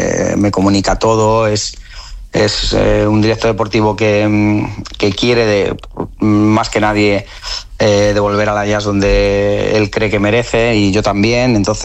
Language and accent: Spanish; Madrid, Community of Madrid, Spain; Es tremendo, es increíble que esto nos pueda pasar. Como vallecano, como rayis